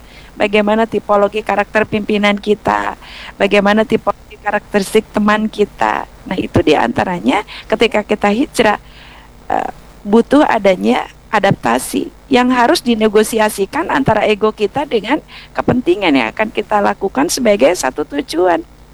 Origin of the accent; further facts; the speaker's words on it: Ciamis, West Java, Indonesia; Ya, kemudian saya dari Ciamis itu adalah masyarakat balong. Jadi nunggadu lauk gitunya.